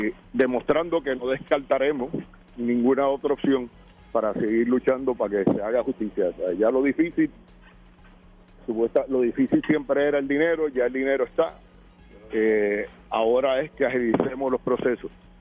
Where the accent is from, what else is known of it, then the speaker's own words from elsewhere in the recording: Puerto Rico; como puertorriqueños, independientemente de la ideología